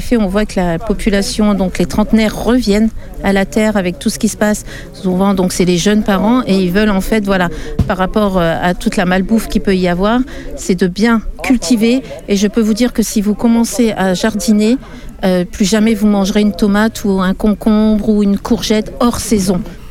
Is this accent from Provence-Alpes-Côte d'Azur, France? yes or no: no; Hauts-de-France, France; moved away; je suis originaire du Pas-de-Calais, mais j'ai mon jardin sur Valenton, qui est dans la région parisienne, dans le Val-de-Marne.